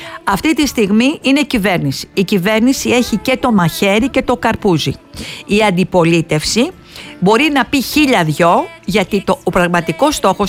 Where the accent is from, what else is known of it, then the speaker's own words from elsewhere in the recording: Palaio Faliro, Attica, Greece; ναι ότι είμαι από το παλαιό Φάληρο.